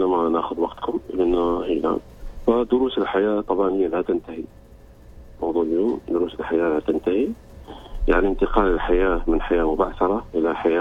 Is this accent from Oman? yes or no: yes; Oman; نحن في عمان